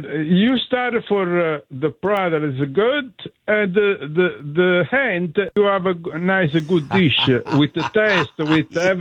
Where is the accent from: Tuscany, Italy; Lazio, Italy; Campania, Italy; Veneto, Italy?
Campania, Italy; Salerno; Salerno, yes.